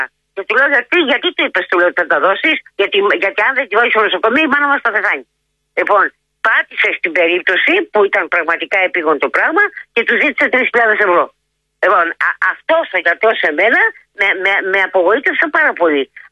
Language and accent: Greek; Chalkida, Central Greece, Greece; Γιατί είμαι από την Χαλκίδα και δεν τη γυρίζω πίσω.